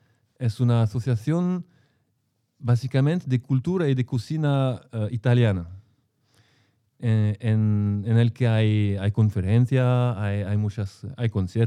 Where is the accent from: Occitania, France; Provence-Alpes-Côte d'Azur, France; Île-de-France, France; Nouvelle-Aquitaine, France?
Provence-Alpes-Côte d'Azur, France; Marseille; Porque yo personalmente, yo vengo de Marsella.